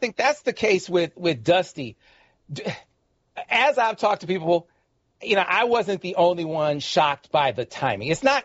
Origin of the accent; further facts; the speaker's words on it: Flint, Michigan, United States; Trey McKinney from my hometown of Flint.